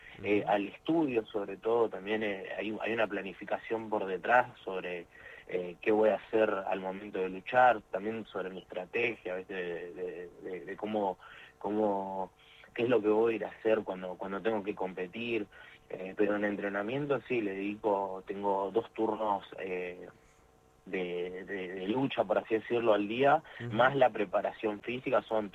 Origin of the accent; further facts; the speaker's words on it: Tierra del Fuego, Argentina; no dejo de ser fueguino